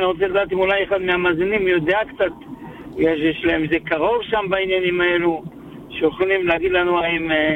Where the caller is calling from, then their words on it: Jerusalem, Jerusalem District, Israel; אני ברמות